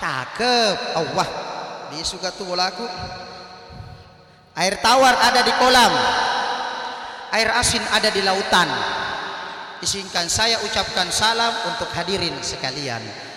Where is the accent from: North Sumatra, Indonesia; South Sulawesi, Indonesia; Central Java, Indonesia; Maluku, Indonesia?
South Sulawesi, Indonesia; Makassar; karena kebetulan saya dari Makassar kodong. Biasa jauh-jauh dari Makassar.